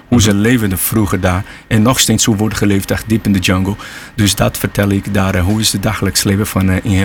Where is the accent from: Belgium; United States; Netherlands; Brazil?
Brazil; Amazon; Dit is een liedje dat vertelt hoe ik ben opgegroeid in de Amazone, hoe is daar een kind zijn.